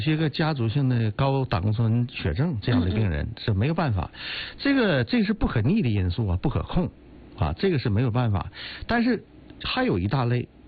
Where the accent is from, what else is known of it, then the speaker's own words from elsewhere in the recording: Northeast China, China; 尤其我们东北人